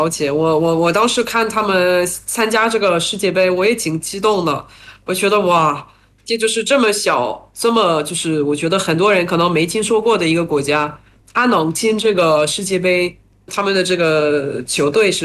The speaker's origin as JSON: {"language": "Chinese", "country": "France", "second_language": "Chinese", "said": "我是来自法国的"}